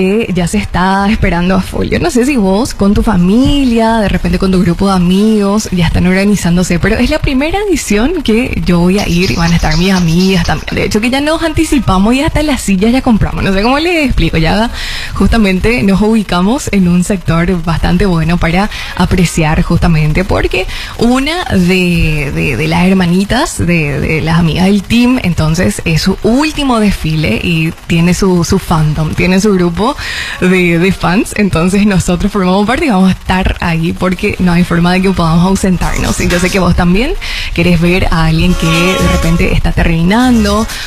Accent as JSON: {"language": "Spanish", "country": "Paraguay", "said": "se le suma otra que nos atraviesa ya a todos como paraguayos"}